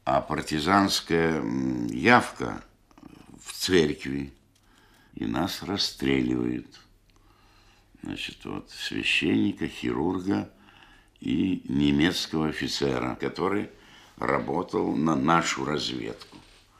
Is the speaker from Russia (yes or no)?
yes; Saint Petersburg, Russia; Я родился в Петербурге, учился в Петрограде, а получил профессию актера в Ленинграде.